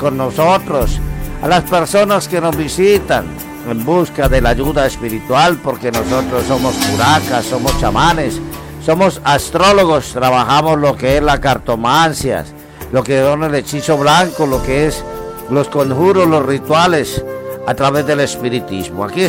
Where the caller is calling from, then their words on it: Lima, Peru; no soy de acá, he venido de vacaciones, pero realmente me ha gustado, yo soy de Perú